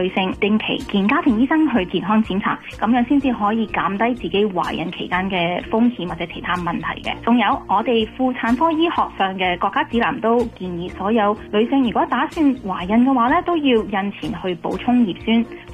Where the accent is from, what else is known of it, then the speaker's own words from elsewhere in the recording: Toronto, Ontario, Canada; also born or lived in Hong Kong; 虽然我在香港出世，但是我在大多伦多市区长大的